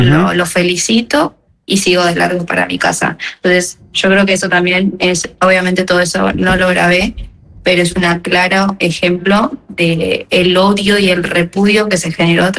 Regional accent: Argentina; now in Spain; se alegraban de que yo sea argentina

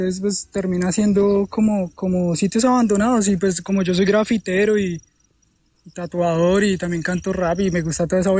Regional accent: Las Cruces, Colombia; yo soy de Las Cruces, parcero, yo soy colombo-coreano, pero pues soy de barrio bajo y tal

